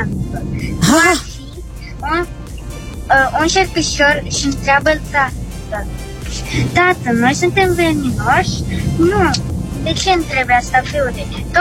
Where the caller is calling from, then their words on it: Bacău, Bacău County, Romania; din Bacău, am 8 ani